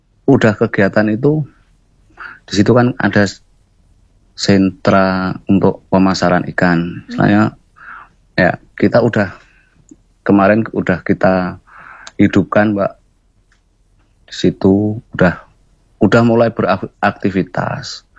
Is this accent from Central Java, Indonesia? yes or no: yes; Central Java, Indonesia